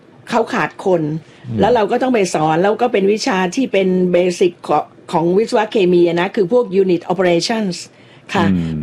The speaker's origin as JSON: {"language": "Thai", "region": "Bangkok", "country": "Thailand", "said": "เพราะเราเด็กกรุงเทพเนาะลาดกระบังก็อยู่กรุงเทพนะแต่เข้าไปเนี่ยไม่เคยเห็น"}